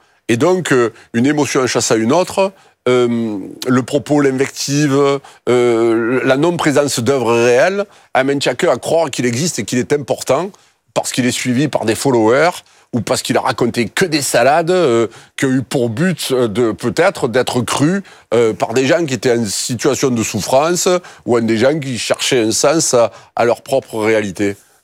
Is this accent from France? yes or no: yes; Marseille, Provence-Alpes-Côte d'Azur, France; accent: Marseille; mon authenticité s'entend toujours, pique un peu les yeux, mon accent c'est un peu l'ail. Mais en fait, c'est d'où je viens, c'est mon histoire en fait.